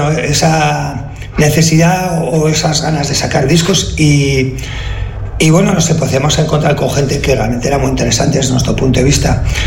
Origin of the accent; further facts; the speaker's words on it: Romo, Basque Country, Spain; Resulta que, bueno, yo soy de aquí, de Romo, y justo estamos en el Basti y la tienda que tenía estaba enfrente.